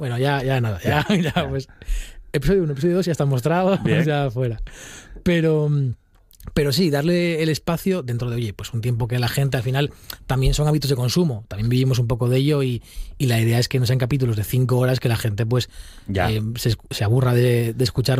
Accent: Spain; yo crecí allí en Puerto, no me eduqué, pero bueno, prácticamente allí fue donde empecé a trabajar con ellos

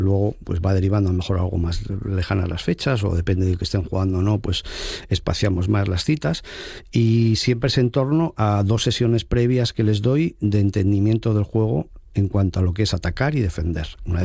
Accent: Asturias, Spain; Yo soy asturiano, además he estado en los dos clubs

